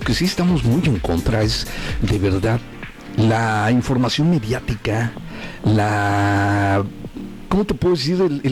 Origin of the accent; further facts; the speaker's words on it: Mexico; somos mexicanos